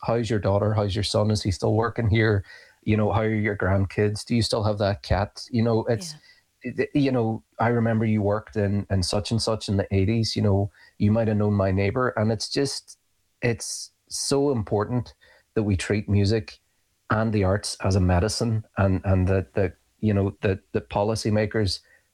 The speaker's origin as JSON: {"language": "English", "town": "Derry", "region": "Northern Ireland", "country": "United Kingdom", "moved": "yes", "lives_now": "Belfast, United Kingdom", "said": "So I'm a blow-in to Belfast. I'm from Derry."}